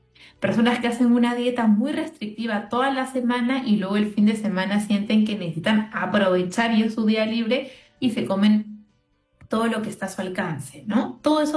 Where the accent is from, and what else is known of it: Peru